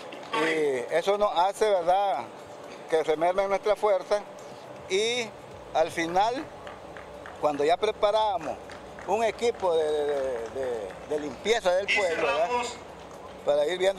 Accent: Siuna, North Caribbean Coast Autonomous Region, Nicaragua; Yo soy de Ciuna.

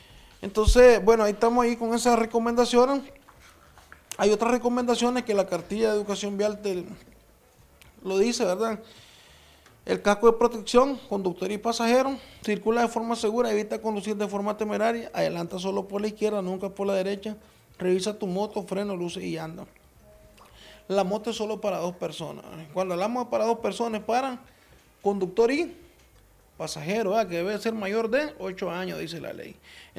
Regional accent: Nicaragua

